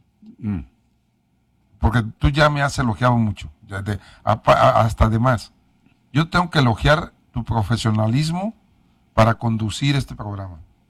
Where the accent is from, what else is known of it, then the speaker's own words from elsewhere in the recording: Tepic, Nayarit, Mexico; Yo soy de Tepic.